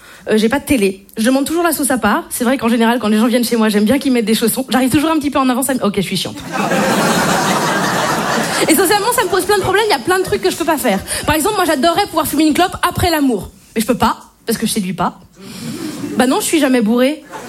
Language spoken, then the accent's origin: French; Brittany, France; Je suis bretonne.